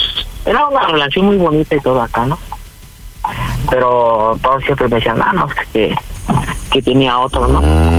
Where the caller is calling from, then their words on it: Mexico City, Mexico; Tengo 17, estás bien. De la Ciudad de México.